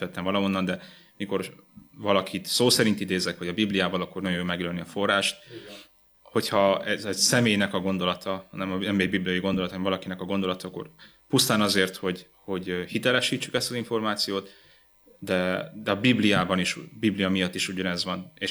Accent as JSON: {"language": "Hungarian", "town": "Galambod", "region": "Mureș County", "country": "Romania", "tie": "born or raised there", "moved": "yes", "lives_now": "Cluj-Napoca, Romania", "said": "ott éltem Marosvásárhelyen, nőttem fel, de Marosvásárhely mellett a Galambodon, megemlítem Galambodot, mert nagyon kevesen élnek a faluban, úgyhogy halljanak így többen is Galambodról, nagyon szép kis falu. Ott nőttem fel, és talán 11-12-es koromban beszéltem a legszebben magyarul"}